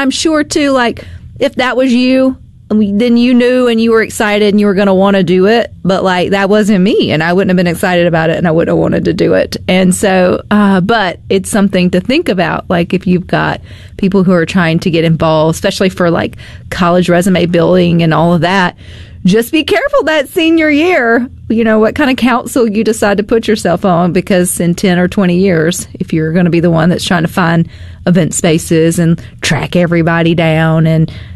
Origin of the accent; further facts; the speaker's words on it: Terry, Mississippi, United States; I was from Terry.